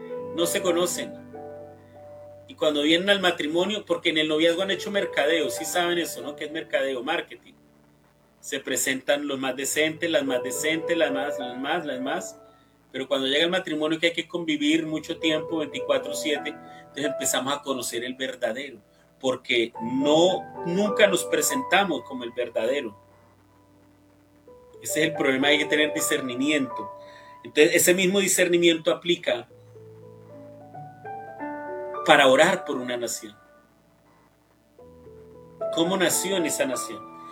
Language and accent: Spanish; Colombia; yo soy de Colombia